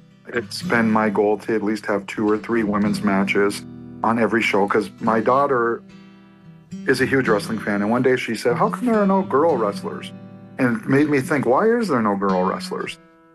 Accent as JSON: {"language": "English", "town": "Ely", "region": "Minnesota", "country": "United States", "moved": "yes", "lives_now": "Woodbury, United States", "said": "And I'm based out of Woodbury, Minnesota. I'm originally from Ely, Minnesota. And I'm from the Boys Fort Tribe, which is in Net Lake, Minnesota."}